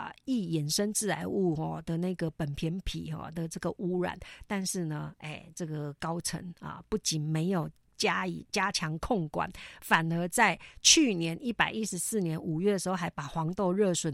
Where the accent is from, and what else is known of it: Taiwan